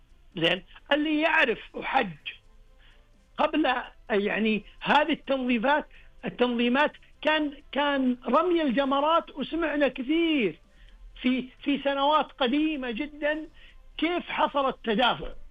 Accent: Saudi Arabia; born there; وأنعم الله سبحانه وتعالى وهذا فضله ونعمته أننا ولدنا في هذا البلد الطاهر.

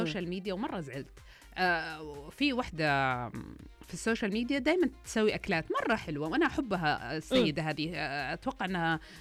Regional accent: Riyadh, Riyadh Province, Saudi Arabia; also born or lived in Eastern Province; انا يعني من الشرقيه ولكن انا اسوي الابيض لاني يعني يمكن لانه نشات في الرياض.

